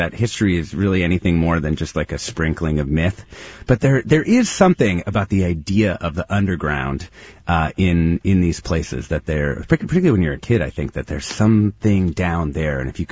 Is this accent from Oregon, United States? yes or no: yes; Portland, Oregon, United States; You know, I grew up outside Portland, Oregon, and there was this whole idea that down, in Portland, like in downtown, there were these things called Shanghai tunnels